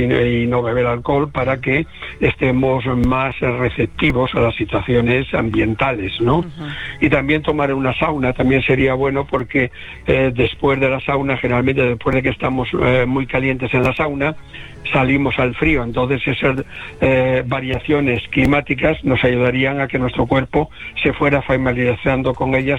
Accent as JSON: {"language": "Spanish", "region": "Galicia", "country": "Spain", "said": "Como buen gallego voy allí."}